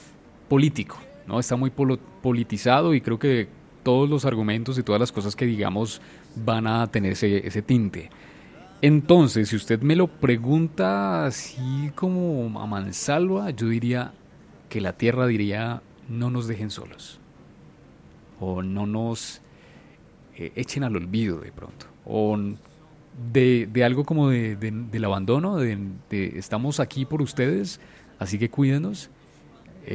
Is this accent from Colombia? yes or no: yes; Colombia; gracias a la vida porque soy colombiano.